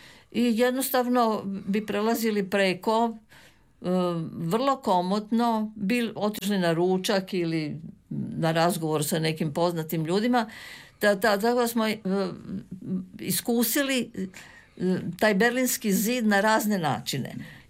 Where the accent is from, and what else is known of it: Croatia